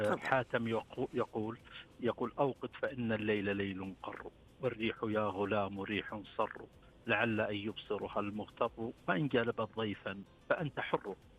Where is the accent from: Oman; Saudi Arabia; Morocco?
Saudi Arabia; Ha'il, Ha'il Province; نحن في حائل